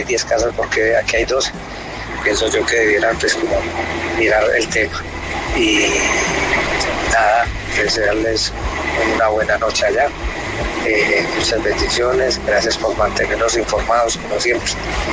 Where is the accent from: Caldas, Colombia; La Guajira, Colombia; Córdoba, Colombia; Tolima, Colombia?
Caldas, Colombia; Anserma; soy de Anserma, Caldas.